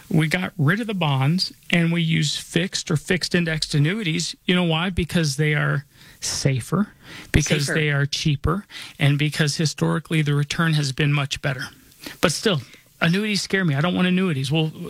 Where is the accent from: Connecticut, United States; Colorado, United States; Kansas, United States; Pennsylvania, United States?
Colorado, United States; Denver; I was born and raised here in Denver. I'm not just licensed here. This is where I call home.